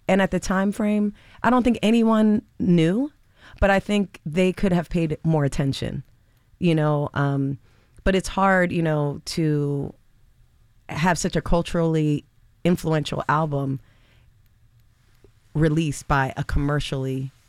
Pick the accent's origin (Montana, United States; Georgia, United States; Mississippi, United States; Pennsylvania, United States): Pennsylvania, United States; also born or lived in Philadelphia; Growing up, you know, I actually grew up in the suburbs of Philly.